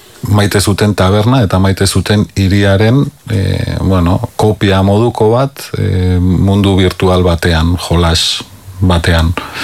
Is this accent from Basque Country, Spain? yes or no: yes; Vitoria-Gasteiz, Basque Country, Spain; ni Gasteizkoa naiz, eta hau duela 50 urte ezagutu zuenak hau ikusi